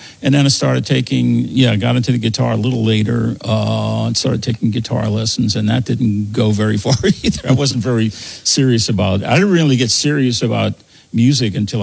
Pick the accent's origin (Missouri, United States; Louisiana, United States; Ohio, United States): Louisiana, United States; New Orleans; I was born and raised in New Orleans. On the last house on Magazine Street, that's where I spent most of my life